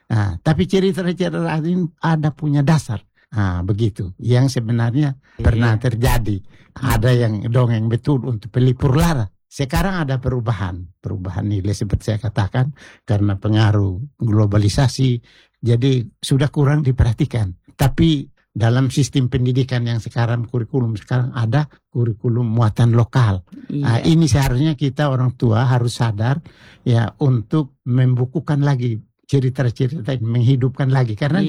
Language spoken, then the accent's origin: Indonesian; East Nusa Tenggara, Indonesia; Sehingga sikap perilaku kita sebagai orang Sabu terlihat di dalam iya, diri kita.